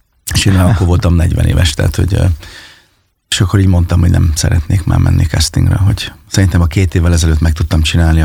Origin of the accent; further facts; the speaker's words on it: Fényeslitke, Szabolcs-Szatmár-Bereg, Hungary; also born or lived in Kisvárda; Hát ugye én Fényeslétkén nőttem föl, és Kisvárdán születtem, és hát ott a megyében, ahova hívtak